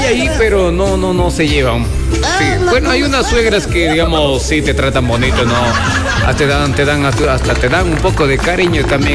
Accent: Catacocha, Loja, Ecuador; soy de Catacocha

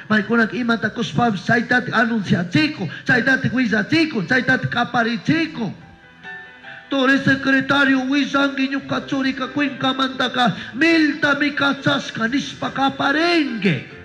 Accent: Santiago de Quito parish, Chimborazo, Ecuador; Yo soy de la parroquia Santiago de Quito.

